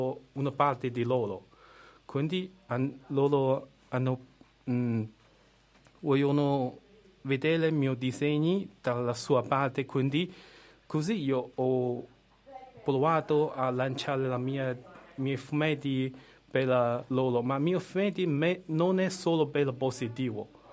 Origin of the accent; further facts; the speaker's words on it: China; Italian is a second language; now in Italy; Io faccio questo arte in Italia perché io sono cinese.